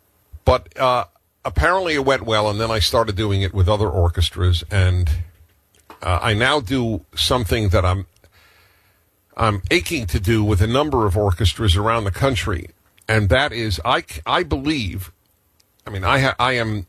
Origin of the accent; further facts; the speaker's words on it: New York City, New York, United States; I grew up in New York City.